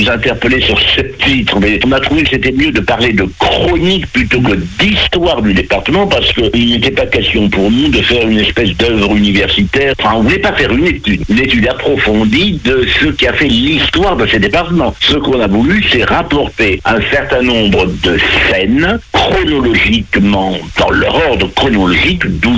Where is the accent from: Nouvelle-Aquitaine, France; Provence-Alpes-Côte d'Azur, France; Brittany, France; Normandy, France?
Nouvelle-Aquitaine, France; Bordeaux; moved away; qui n'est pas mon département de naissance, puisque je viens du sud-ouest, singulièrement de la Gironde, et plus particulièrement de Bordeaux